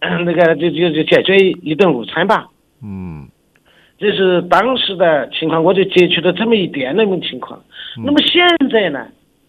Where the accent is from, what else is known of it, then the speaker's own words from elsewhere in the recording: Nanchong, Sichuan, China; moved away as an adult; now in Xinjiang, China; 我出生在四川省南充市的一个比较偏僻的乡村吧。80年代是我的成长期